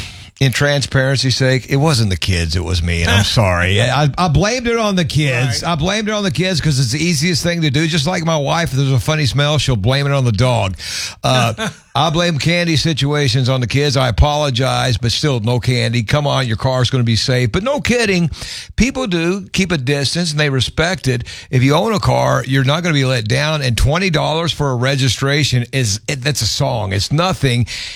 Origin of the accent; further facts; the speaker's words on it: Middletown, United States; My hometown, the middle Dairy Queen.